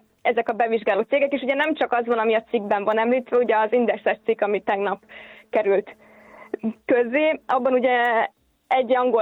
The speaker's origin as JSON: {"language": "Hungarian", "country": "Hungary", "said": "Így van, de hát ugye magyarok vagyunk, nem lehet annyira külön"}